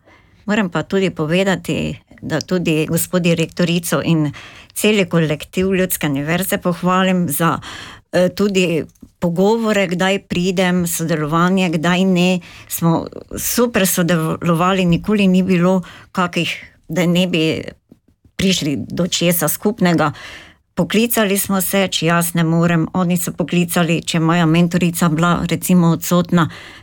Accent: Slovenska Bistrica, Drava, Slovenia; prihajam iz Slovenske Bistrice, sem tudi mama 6 otrok in babica 7 vnukov.

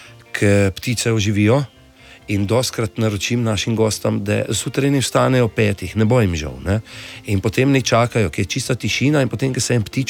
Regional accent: Cerknica, Littoral–Inner Carniola, Slovenia; V bistvu sem priseljen iz Cerknice oziroma prženen sem, ja.

